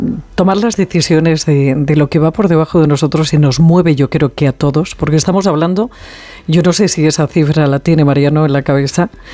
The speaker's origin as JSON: {"language": "Spanish", "region": "Levante", "country": "Spain", "lives_now": "Madrid, Spain", "said": "Muchas veces cuando hablo con gente de mi tierra, de Levante, que todo el día tienen que estar con agua embotellada."}